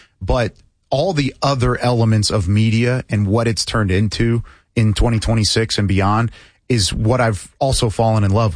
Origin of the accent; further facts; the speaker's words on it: Waco, Texas, United States; I grew up in Waco, Texas, so got to listen to a lot of his games growing up.